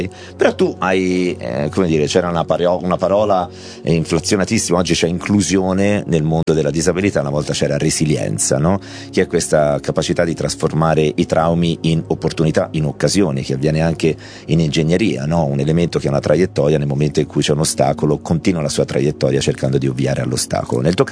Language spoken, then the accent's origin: Italian; Livorno, Tuscany, Italy; io e Federico siamo livornesi